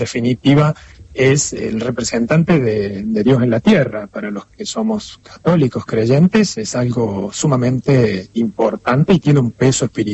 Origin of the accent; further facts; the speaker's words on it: Córdoba, Argentina; now in Italy; Soy cordobés